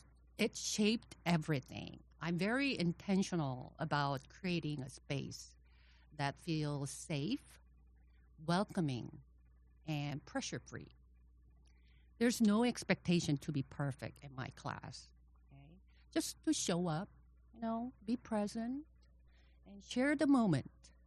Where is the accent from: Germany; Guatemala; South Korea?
South Korea; moved away as an adult; now in United States; I'm originally from South Korea, and I came to the U.S. Right after high school to attend a college.